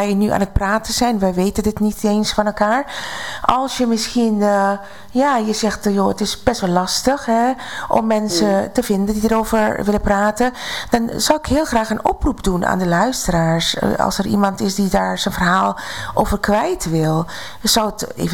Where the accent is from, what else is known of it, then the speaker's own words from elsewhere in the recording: Suriname; Ik ben dus ook ergens ik ben in Suriname opgegroeid. Tussen alle bevolkingsgroepen.